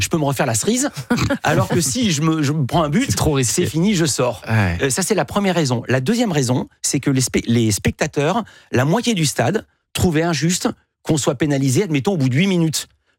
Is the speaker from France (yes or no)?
yes; France; Nous, on est contents en tant que Français